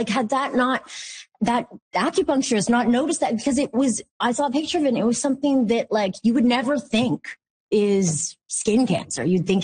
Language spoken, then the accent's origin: English; Montreal, Quebec, Canada; Montreal, which is my hometown.